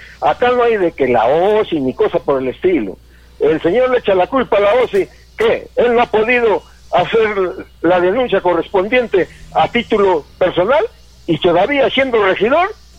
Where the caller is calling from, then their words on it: Cayma, Arequipa, Peru; yo soy de Caima